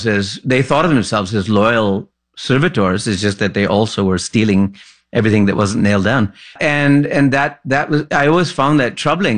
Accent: Lahore, Punjab, Pakistan; I was brought up in Lahore

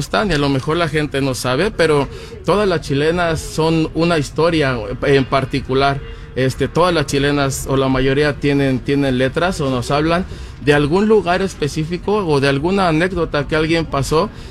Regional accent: Oaxaca, Mexico; Yo creo que como oaxaqueños aprendemos a bailar en las fiestas todos los sábados o los domingos

